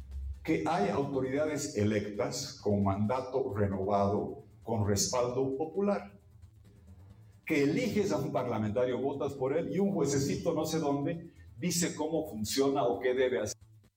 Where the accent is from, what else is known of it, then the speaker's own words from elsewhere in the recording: Bolivia; qué vergüenza que me da esto como boliviano